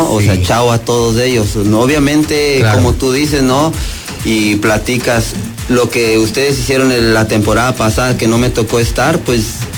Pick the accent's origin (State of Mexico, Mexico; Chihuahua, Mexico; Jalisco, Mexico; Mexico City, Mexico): Chihuahua, Mexico; Porque, pues yo soy de Chihuahua, soy de Elise, Chihuahua, y tenemos compañeros que son de aquí